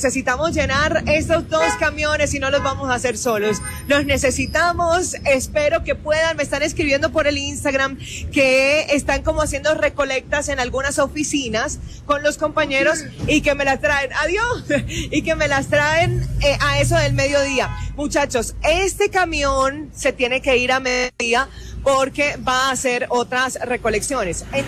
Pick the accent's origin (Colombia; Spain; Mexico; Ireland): Colombia